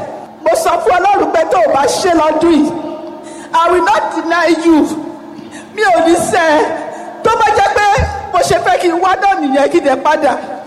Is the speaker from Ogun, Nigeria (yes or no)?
yes; Ijebu-Ode, Ogun, Nigeria; Mo wá láti Ìjẹ́bú-òde.